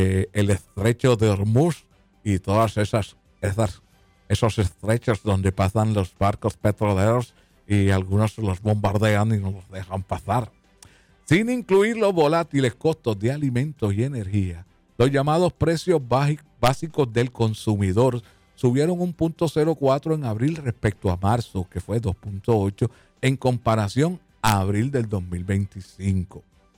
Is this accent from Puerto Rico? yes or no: yes; Puerto Rico; porque somos boricuas